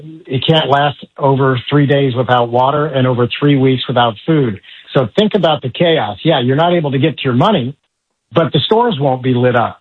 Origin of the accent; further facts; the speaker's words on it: Iowa, United States; I grew up in the Midwest. I was an Iowa paper boy as a kid, idyllic growing up.